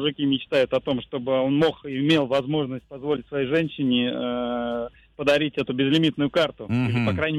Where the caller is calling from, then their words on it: Oryol, Oryol Oblast, Russia; город Орел.